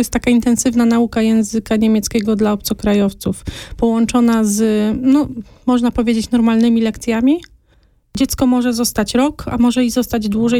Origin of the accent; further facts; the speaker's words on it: Toruń, Kuyavian-Pomeranian Voivodeship, Poland; Jestem z wykształcenia florystą. Jestem z Torunia. Prowadziłam rok, półtora swoją kwiaciarnię w Toruniu.